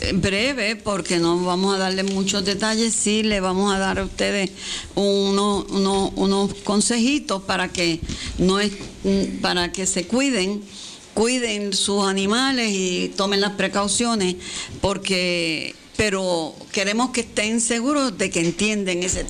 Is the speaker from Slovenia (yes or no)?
no; Puerto Rico; defendernos como nación puertorriqueña, como pueblo puertorriqueño